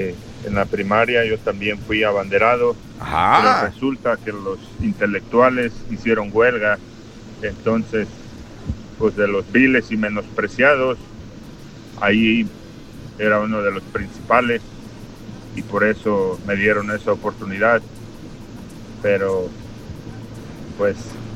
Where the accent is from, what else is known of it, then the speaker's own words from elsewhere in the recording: Guadalajara, Jalisco, Mexico; now in Alabama, United States; de la Providencia, que vive en Alabama.